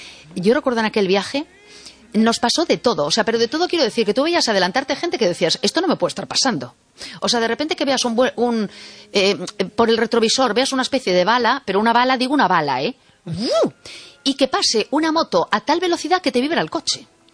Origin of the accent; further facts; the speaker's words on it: Spain; somos españoles y españolas